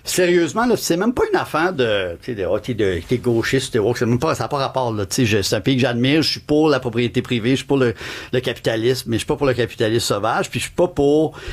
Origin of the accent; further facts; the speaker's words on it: Canada; est-ce que je suis Canadien, je reviens chez moi